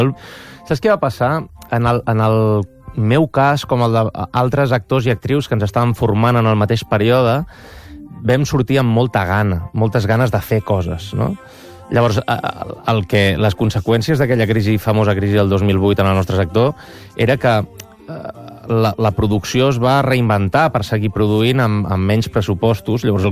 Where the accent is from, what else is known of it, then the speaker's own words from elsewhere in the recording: Manresa, Catalonia, Spain; He treballat molt a Manresa, en el món de l'hostaleria, que jo sóc de Manresa.